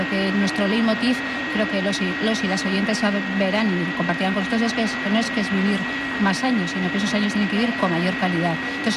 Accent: Vitoria-Gasteiz, Basque Country, Spain; yo soy de Vitoria, de mi barrio, de mi ciudad

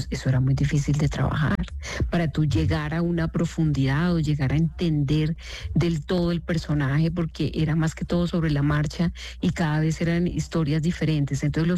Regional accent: Mariquita, Tolima, Colombia; now in Bogotá, Colombia; Yo soy de Mariquita, Tolima. Y pues yo viví lo de la tragedia de Armero, tú sabes que todo pues por allá pues no pasó tan terrible como Armero, pero pues también nos pasó en Mariquita, y yo a raíz de esa tragedia yo me vine a la capital, ¿no?

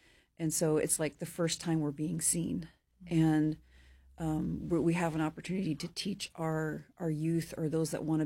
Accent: Ketchikan, Alaska, United States; Well, so I grew up in Heidelberg in Ketchikan, and so, but I'm an environmental scientist.

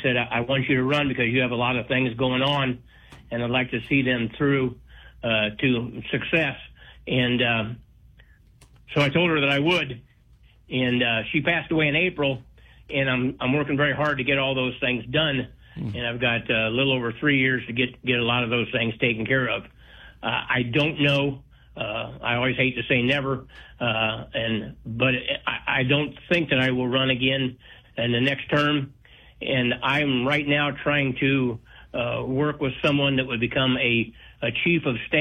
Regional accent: Paxton, United States; I was born in Paxton, raised in Paxton. My mother is 96 years old. She still lives on the other side of town.

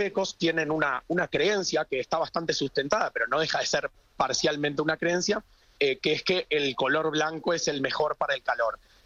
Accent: Uruguay

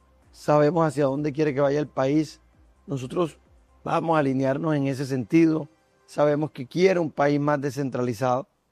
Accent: Magangué, Bolívar, Colombia; yo nací en Magangué. Magangué es el pueblo de mis amores. Yo nací allá, crecí allá, estudié allá.

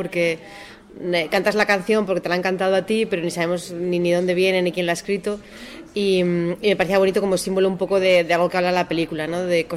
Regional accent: Basque Country, Spain; Yo soy del País Vasco y es como vasco

